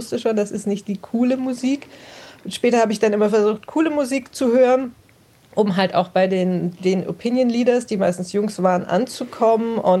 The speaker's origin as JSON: {"language": "German", "town": "Eppelheim", "region": "Baden-Württemberg", "country": "Germany", "tie": "born or raised there"}